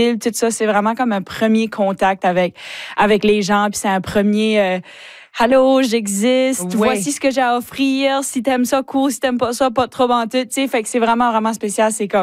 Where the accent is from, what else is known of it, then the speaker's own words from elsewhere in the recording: Chéticamp, Nova Scotia, Canada; Ouais, j'ai grandi à Chéticamp